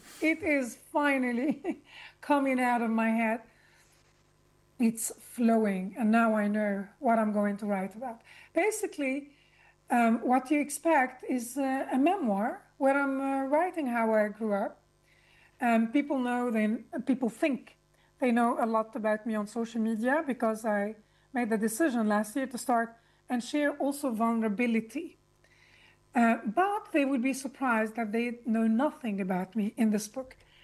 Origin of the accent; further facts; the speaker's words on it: Lebanon; Growing up in Lebanon meant growing up between Islam and Christianity.